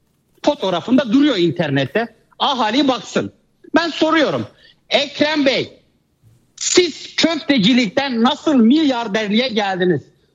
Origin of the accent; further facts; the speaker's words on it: Şanlıurfa, Turkey; Bakın ben şu an Urfa'dayım. Kötüler Mahallesi'nin çocuğuyum. Kötüler Mahallesi Eyüp Peygamber'in makamının üzerinde kurulmuş. Benim çocukluğum makamının üzerinde oynayarak geçti.